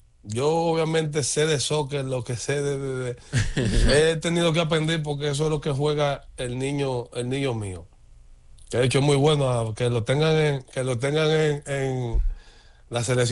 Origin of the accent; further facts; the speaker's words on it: Dominican Republic; now in United States; yo creo que como dominicano